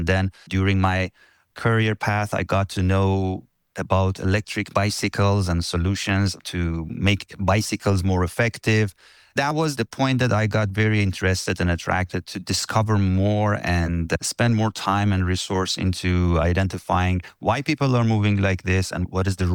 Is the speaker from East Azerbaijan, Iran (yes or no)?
no; Tehran, Tehran Province, Iran; I was born and raised in Tehran, one of the most polluted cities in the world.